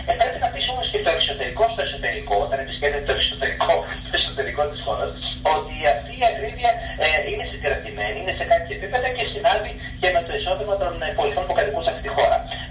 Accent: Thessaloniki, Central Macedonia, Greece; γιατί είμαι Θεσσαλονίκος και πρέπει να πενέψω την πόλη μου

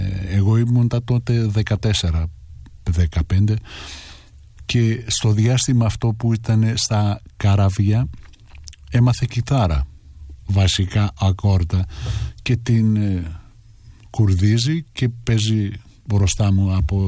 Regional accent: Thessaloniki, Central Macedonia, Greece; εγώ μεγάλωσα στην Επτάλοφο στην Θεσσαλονίκη, στους Αμπελόκηπους, που ήταν μια παρακατιανή συνοικία

